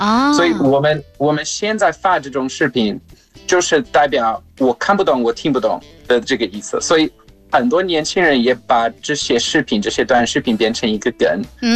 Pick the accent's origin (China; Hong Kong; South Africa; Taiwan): South Africa; Chinese is a second language; 就像我每次跟大家说我来自南非